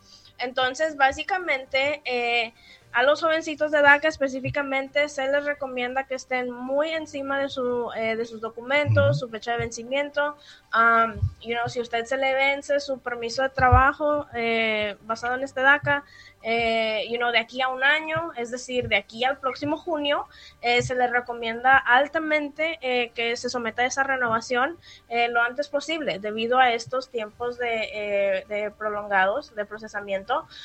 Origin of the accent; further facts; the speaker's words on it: Mexico; now in Dallas, United States; pues obviamente como buena mexicana